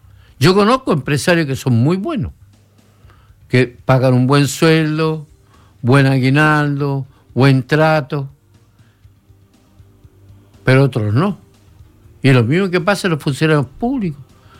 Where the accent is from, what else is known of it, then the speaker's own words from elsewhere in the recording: Iquique, Tarapacá, Chile; Yo vuelvo a recalcar, yo soy iquiqueño, amo mi ciudad.